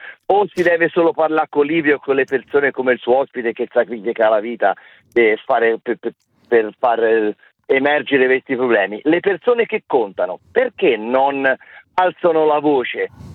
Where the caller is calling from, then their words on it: Livorno, Tuscany, Italy; sono toscano, sono di Livorno